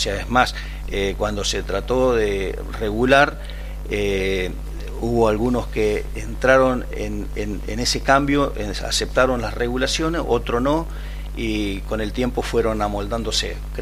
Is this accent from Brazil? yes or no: no; Argentina; nosotros los argentinos o los locales, los propios